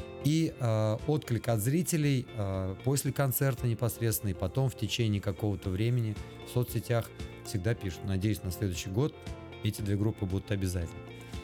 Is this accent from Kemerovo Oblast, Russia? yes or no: no; Chistopol, Tatarstan, Russia; Я родом из Чистополя, я уже не раз это говорил, я этим горжусь и никогда не скрываю.